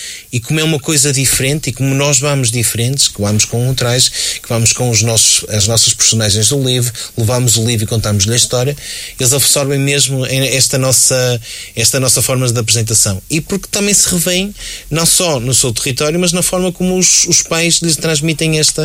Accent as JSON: {"language": "Portuguese", "region": "Norte", "country": "Portugal", "said": "Nós somos marcoenses, somos baionenses, somos da região de Tâmega e Sousa e temos esta identidade."}